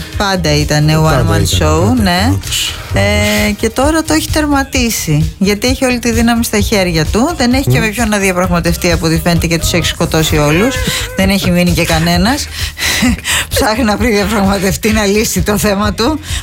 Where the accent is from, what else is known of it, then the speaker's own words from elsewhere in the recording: Piraeus, Attica, Greece; Ως Πειραιώτισσα το ξέρω, το λήξαμε.